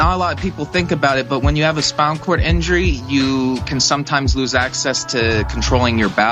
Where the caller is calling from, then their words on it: Oklahoma City, Oklahoma, United States; I'm from Oklahoma City.